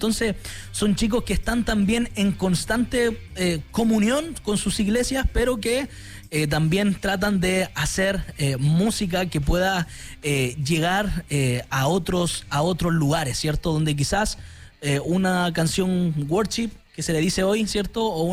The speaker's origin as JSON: {"language": "Spanish", "country": "Chile", "said": "nosotros como chilenos"}